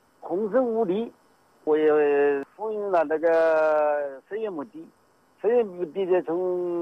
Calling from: Jiangling, Hubei, China; 我江陵的。

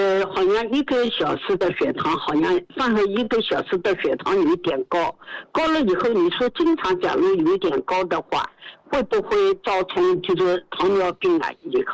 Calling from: Shanghai, China; 后来我是上海人，

